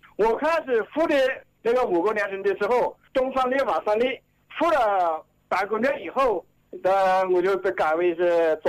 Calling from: Chibi, Hubei, China; 我是赤壁人。

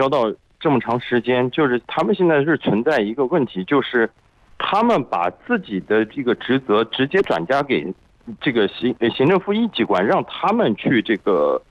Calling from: Anhui, China; 我用我们安徽这边土话叫甩锅

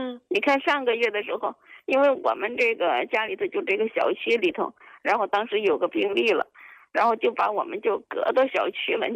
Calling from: Changsha, Hunan, China; 我呀是湖南长沙的。

